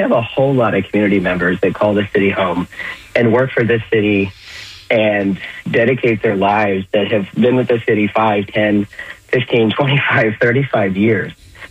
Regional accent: Florida, United States; I'm from Florida.

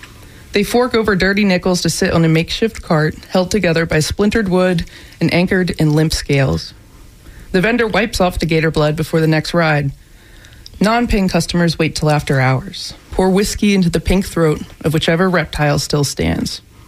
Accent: Maryland, United States; moved away as an adult; now in Tampa, United States; I'm not from Florida, but I'm from Maryland

